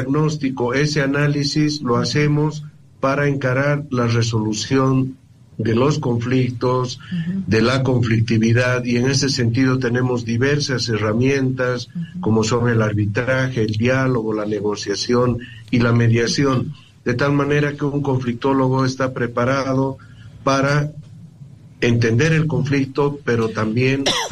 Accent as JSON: {"language": "Spanish", "country": "Bolivia", "lives_now": "La Paz, Bolivia", "said": "estamos atravesando como bolivianos un periodo difícil"}